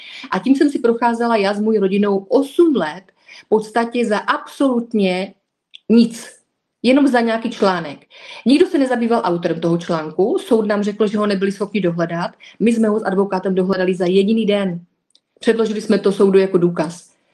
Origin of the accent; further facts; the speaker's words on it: Moravian-Silesian Region, Czechia; Aktuálně kandiduji do Senátu, a to za obvod 69, Frýdek Místek, protože jsem holka z Podbeskydí a miluji to tady